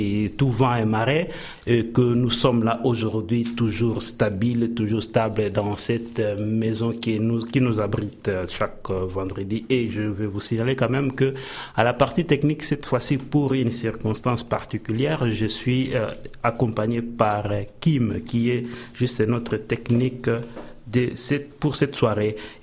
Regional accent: Republic of the Congo; Je suis originaire de la République du Congo, bien évidemment

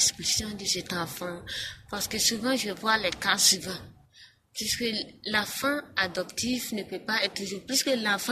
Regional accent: Burkina Faso; Chez nous, au Burkina Faso

